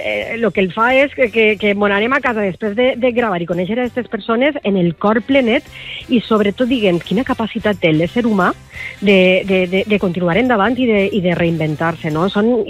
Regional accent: Valencian Community, Spain; Com som els valencians

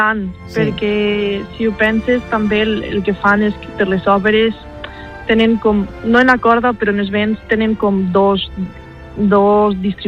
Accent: Alzira, Valencian Community, Spain; now in Graz, Austria; jo sempre dic que com vinc d'Alzira, que és una ciutat, però no és una ciutat molt gran, que encara té un poc de sentiment de poble

